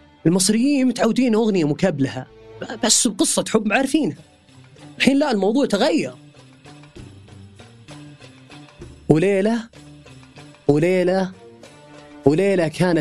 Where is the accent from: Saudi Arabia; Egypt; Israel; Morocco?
Saudi Arabia; تشبهنا حنا كسعوديين.